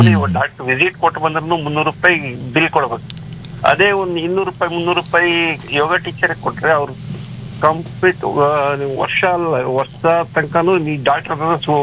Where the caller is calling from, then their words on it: Chitradurga, Karnataka, India; ಚಿತ್ರದುರ್ಗದಿಂದ.